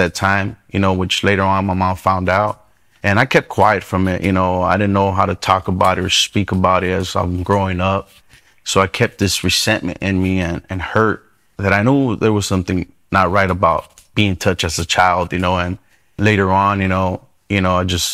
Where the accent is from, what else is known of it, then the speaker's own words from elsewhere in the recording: California, United States; also born or lived in Los Angeles, California; Growing up in the Land Empire after we moved from Los Angeles, I was about 5 years old.